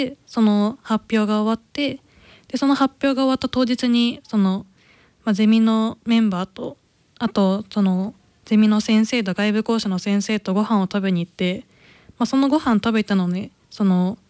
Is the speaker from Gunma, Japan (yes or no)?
yes; Ota, Gunma, Japan; now in Kanazawa, Japan; 私は今ちょっと地元の群馬県太田市の太田駅周辺を対象に